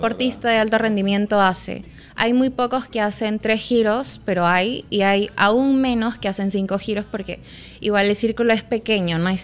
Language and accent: Spanish; Trujillo, La Libertad, Peru; yo soy de Trujillo y allá no habían martillos de mi categoría en realidad. No había martillos, no había jaula, no había nada.